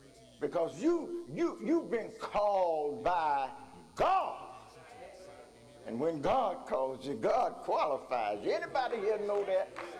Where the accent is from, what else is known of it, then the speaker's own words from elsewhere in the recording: Gulfport, Mississippi, United States; moved away as an adult; now in Huntsville, United States; Mount Calvary in Gulfport, Mississippi. Hometown, that's where I was raised, played ball, and everybody knew me.